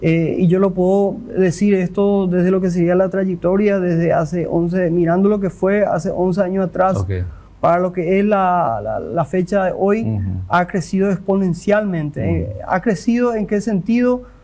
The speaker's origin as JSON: {"language": "Spanish", "region": "Concepción", "country": "Paraguay", "tie": "born or raised there", "moved": "as an adult", "lives_now": "Filadelfia, Paraguay", "said": "yo soy oriundo de Concepción, esa es mi ciudad natal, pero desde hace 11 años que estoy radicado acá en el Chaco, acá en Filadelfia"}